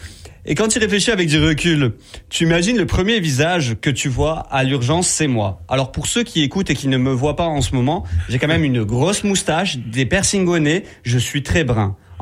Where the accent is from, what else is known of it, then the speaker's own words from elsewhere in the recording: Southern France, France; je viens du sud de la France, et j'ai fait mes études dans le sud de la France